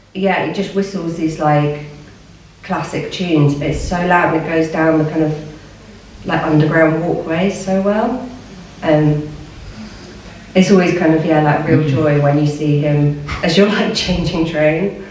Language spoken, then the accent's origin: English; East of England, United Kingdom; now in London, United Kingdom; I'm down from London, but I'm from Essex.